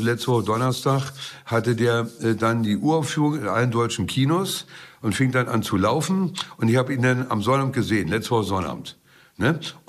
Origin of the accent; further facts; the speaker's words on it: Ratzeburg, Schleswig-Holstein, Germany; komme noch auf meine Heimatstadt Ratzburg zu sprechen